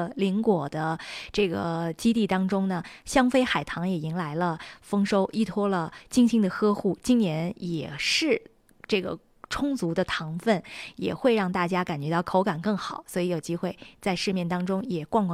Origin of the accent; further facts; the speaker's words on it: Xinjiang, China; 咱们新疆人